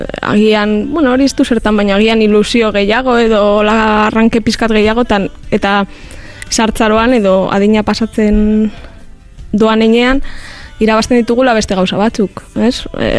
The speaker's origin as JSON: {"language": "Basque", "town": "Bilbao", "region": "Basque Country", "country": "Spain", "lives_now": "Zornotza, Spain", "said": "Bueno, ni bilbotarra naiz berez, Zornotzan bizi naiz orain, eta 1985 urtean jaio nintzen"}